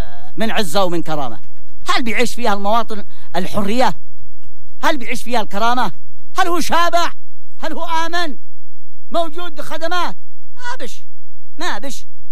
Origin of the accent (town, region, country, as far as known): Yemen